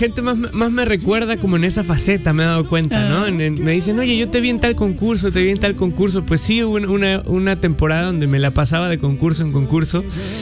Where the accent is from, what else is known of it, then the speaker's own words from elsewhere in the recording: Peru; moved away as an adult; now in Mexico; muy contento de estar en mi tierra otra vez. Siempre es lindo regresar al Perú.